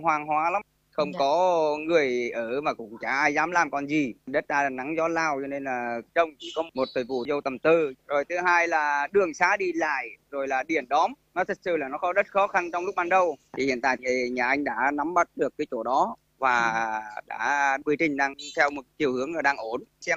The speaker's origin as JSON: {"language": "Vietnamese", "region": "Nghệ An", "country": "Vietnam", "tie": "born or raised there"}